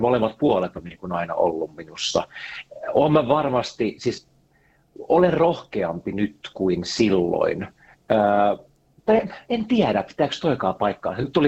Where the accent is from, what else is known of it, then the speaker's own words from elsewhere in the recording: Siuntio, Uusimaa, Finland; joka on täällä Siuntiossa, omakotitalossa, mun niinku juurien kotikunnassa, täältä mä oon kotoisin.